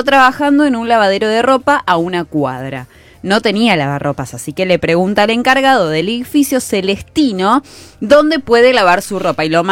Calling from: Villa Urquiza, Buenos Aires, Argentina; de Villa Urquiza.

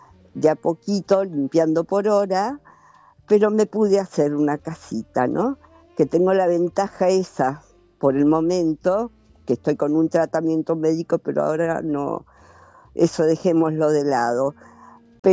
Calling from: Berisso, Buenos Aires Province, Argentina; Yo soy de Berisso y también muchos locales se cierran, tengo cerca La Plata.

